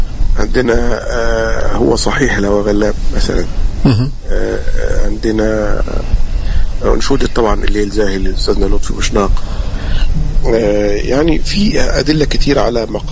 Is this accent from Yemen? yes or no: no; Egypt; عندنا في مصر